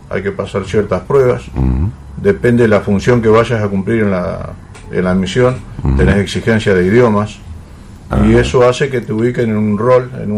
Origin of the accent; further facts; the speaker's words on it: Argentina; Nosotros como argentinos somos muy reconocidos a nivel mundial